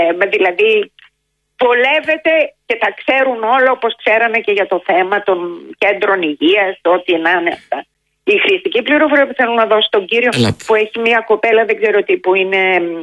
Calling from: Greece; όχι ότι εγώ δεν είμαι Ελληνίδα

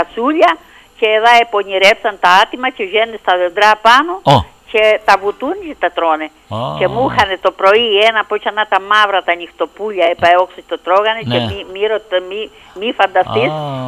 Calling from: Crete, Greece

